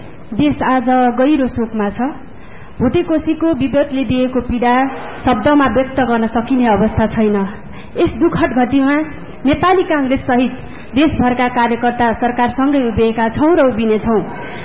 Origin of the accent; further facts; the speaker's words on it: Baglung District, Gandaki Province, Nepal; मेरो गृह जिल्ला बाग्मुङका